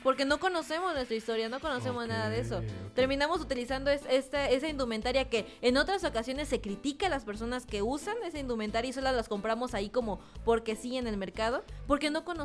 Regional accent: Mexico; siendo mexicanos y vecinos de mexicanos siendo mexicanos

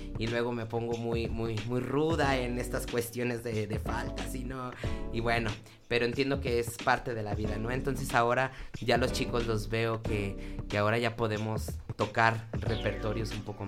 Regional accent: León, Guanajuato, Mexico; moved away as an adult; now in Zamora, Mexico; yo soy de León, Guanajuato

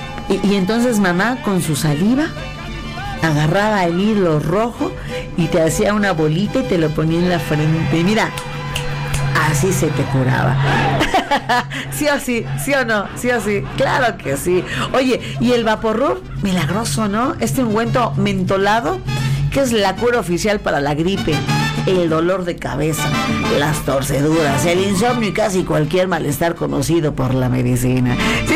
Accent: Mexico; Somos niños de chancla, niños que nos hemos educado con la chancla voladora. Buenos mexicanos.

